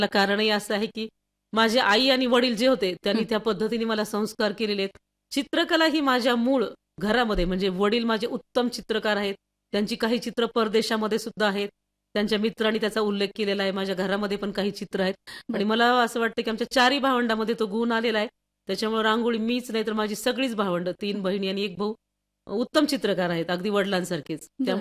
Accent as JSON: {"language": "Marathi", "town": "Kalamb", "region": "Maharashtra", "country": "India", "tie": "born or raised there", "moved": "as an adult", "lives_now": "Dharashiv, India", "said": "माहेरची पार्श्वभूमी म्हणाल तर मी अगदी याच जिल्ह्यामधील आहे, धाराशिव जिल्ह्यामधीलच आहे. कळंब हे माझं माहेर आहे. अगदी डिग्री पर्यंत तिथे माझं शिक्षण झालं."}